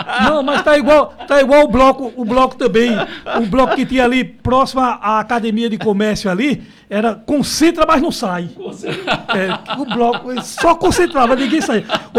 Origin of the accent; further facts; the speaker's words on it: Campina Grande, Paraíba, Brazil; also born or lived in Recife; now in João Pessoa, Brazil; Mas sou paraibano de Campina Grande.